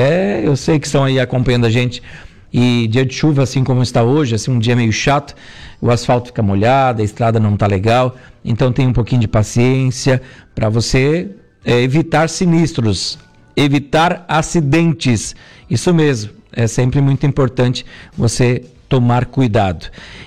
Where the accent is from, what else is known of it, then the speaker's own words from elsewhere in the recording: Balneário Arroio do Silva, Santa Catarina, Brazil; moved away; Um abraço pro pessoal do povo da minha terra aí do Gelo Escobinho, no Balneário Rui de Silva.